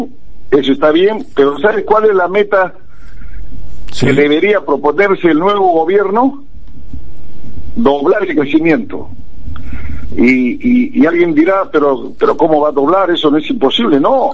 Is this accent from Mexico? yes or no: no; Peru